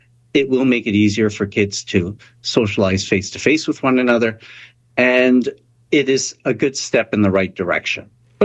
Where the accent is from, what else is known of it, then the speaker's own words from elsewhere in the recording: Canada; But if I were to speak as a Canadian, it is best if we rein this in.